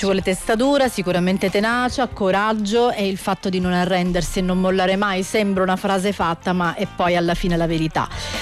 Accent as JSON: {"language": "Italian", "region": "Sicily", "country": "Italy", "moved": "yes", "lives_now": "Rome, Italy", "said": "io sono siciliana"}